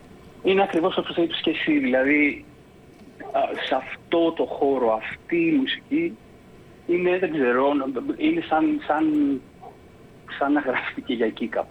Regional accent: Greece; είμαστε Έλληνες, έχουμε εμποτιστεί με πολύ ελληνικό στοιχείο

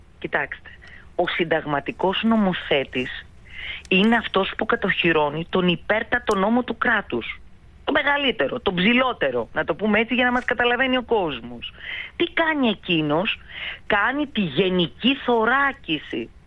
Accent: Thessaly, Greece; κατάγομαι από τη Θεσσαλία

